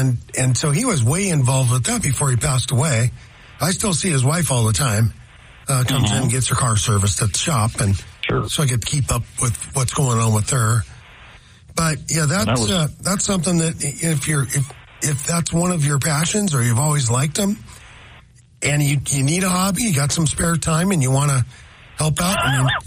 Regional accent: Seattle, Washington, United States; I was from Ballard

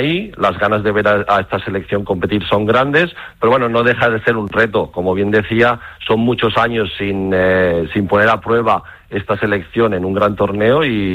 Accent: Catalonia, Spain; moved away; serán casi 20 años, por lo tanto ya llevo unos cuantos en los países escandinavos. Y todo el que soy catalán, como bien dices

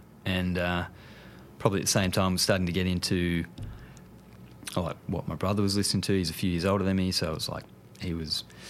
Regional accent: Deniliquin, New South Wales, Australia; I grew up in Denny, so there was it's called Southwest Music down there.

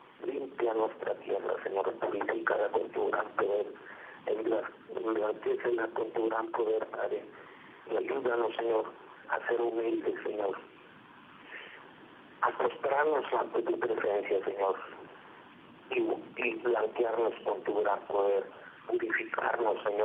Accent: Mexico; cada uno de los que conformamos nuestra nación, México.

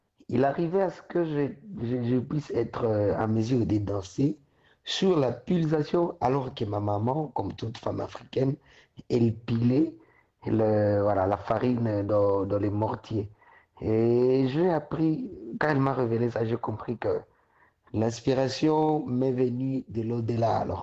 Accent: Butembo, North Kivu, DR Congo; now in Kinshasa, DR Congo; Je suis originaire de Butembo, d'une tribu qu'on appelle les Nandé, les Banandé.

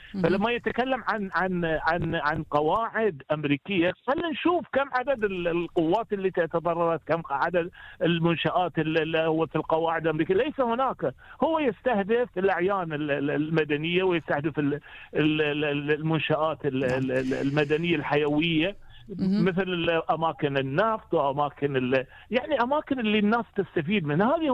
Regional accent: Bahrain

